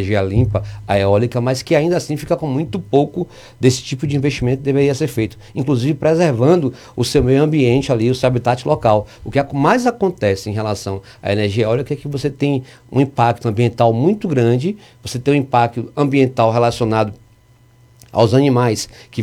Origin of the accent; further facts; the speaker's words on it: Ilhéus, Bahia, Brazil; Eu sou natural da cidade de Ilhéus, uma cidade que eu tenho muito orgulho de fazer parte da minha cidade, daquela comunidade que eu fui criado, que é o bairro Nelson Costa.